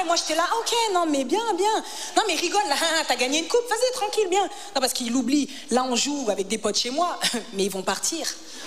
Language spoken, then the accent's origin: French; Senegal; Moi, les gars, je suis sénégalaise, hein.